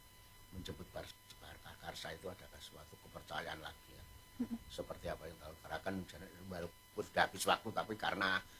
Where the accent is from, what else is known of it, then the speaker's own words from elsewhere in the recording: Java, Indonesia; harapan mendengar sekalian untuk saya sebagai orang Jawa kuno dari yang sudah tua.